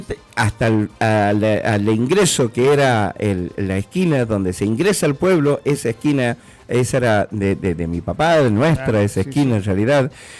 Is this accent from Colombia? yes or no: no; Monteagudo, Tucumán, Argentina; moved away as an adult; lo que era mi pueblo, donde nací, donde viví hasta los 17 años.